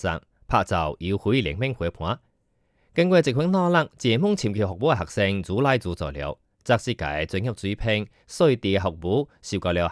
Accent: Taiwan; 毕竟我来自台湾，动手实践能力相对有兴趣

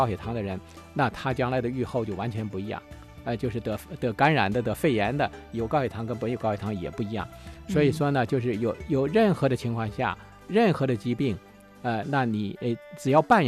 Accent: China; 对于我们中国人来说的话呢

